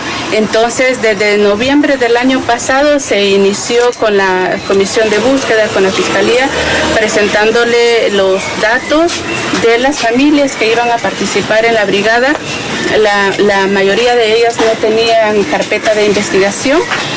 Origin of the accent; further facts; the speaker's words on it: Honduras; Óscar también es hondureño